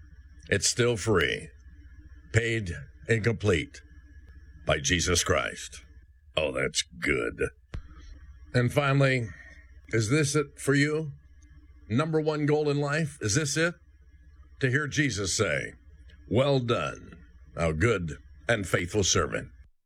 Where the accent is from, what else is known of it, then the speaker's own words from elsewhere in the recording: Midwest, United States; I'm a pastor from the Midwest, 38 years of the church that I started.